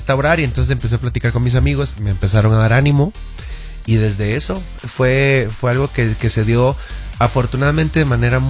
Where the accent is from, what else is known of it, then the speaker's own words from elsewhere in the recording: Costa Rica; moved away; Que de pronto no lo sentía tanto en, por ejemplo, en mi pueblo en Costa Rica, que es más conservador.